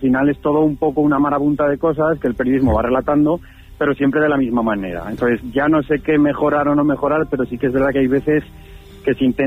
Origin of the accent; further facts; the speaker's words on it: Jaca, Aragon, Spain; por la cercanía, porque soy de Jaca y porque mi padre pues fue una de las primeras personas en llegar.